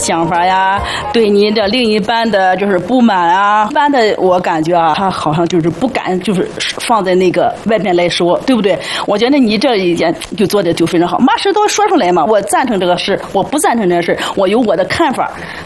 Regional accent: Tianjin, China; 我来自天津，

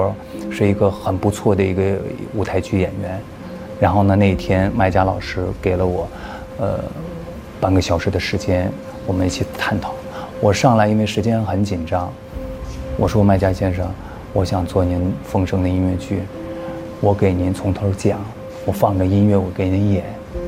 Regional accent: China; 用我们中国人的情怀情感去表达的，

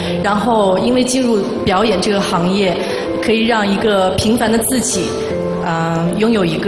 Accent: Shanghai, China; 其实我是上海人，然后白玉兰对上海人一定不会陌生。

